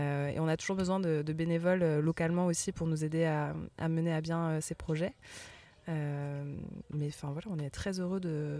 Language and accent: French; Nestier, Occitanie, France; moi, j'ai grandi dans le village d'à côté, à Nestier.